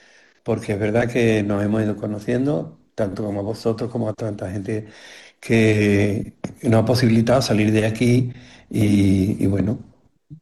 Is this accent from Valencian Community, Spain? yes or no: no; Murcia, Region of Murcia, Spain; yo soy de Murcia, yo tengo la comunidad mía, abarca 50 kilómetros en cualquier dirección, estoy fuera, ¿no?